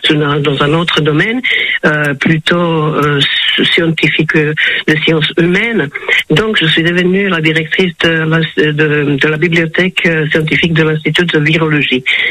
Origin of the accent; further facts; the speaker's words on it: Bratislava, Bratislava Region, Slovakia; French is a second language; moved away; also born or lived in Czechoslovakia; employé à l'Académie de sciences de mon pays d'origine, ancien Tchécoslovaquie qui n'existe plus, à Bratislava, en Slovaquie, dans la capitale